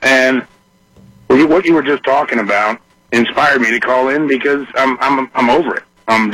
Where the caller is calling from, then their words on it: Richmond, United States; Richmond.